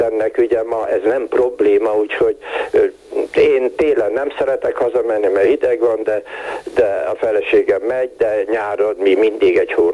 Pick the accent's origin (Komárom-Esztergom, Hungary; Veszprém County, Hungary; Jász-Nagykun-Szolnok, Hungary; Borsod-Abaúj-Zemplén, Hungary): Jász-Nagykun-Szolnok, Hungary; Tiszafüred; born there; most is megyünk Tiszafüredre, mert én ott születtem, és minden évben vagyunk Tiszafüreden